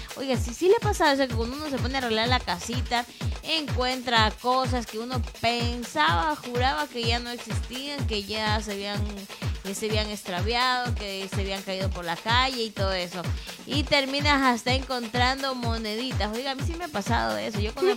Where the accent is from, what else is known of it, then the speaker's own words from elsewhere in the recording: Ecuador; los ecuatorianos tenemos unas costumbres que nunca fallan